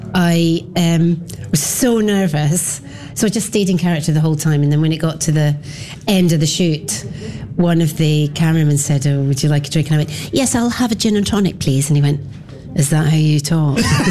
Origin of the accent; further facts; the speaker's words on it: England, United Kingdom; accent: English; my lovely English accent